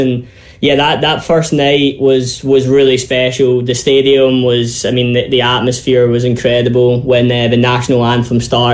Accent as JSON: {"language": "English", "region": "Scotland", "country": "United Kingdom", "said": "I was able to watch my home country"}